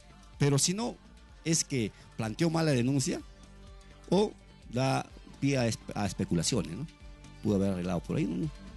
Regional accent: San Luis, Peru; born there; moved away as an adult; Es mi pueblo, es el lugar que me vio a nacer. Le tengo tanto cariño, tanto amor a mi pueblo, que me voy a quedar aquí hasta el final.

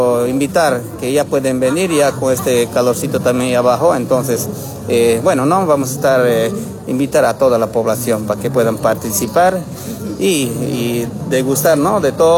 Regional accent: Entre Ríos, Cochabamba, Bolivia; Somos de Mamoré Bulobulo, de Entre Ríos

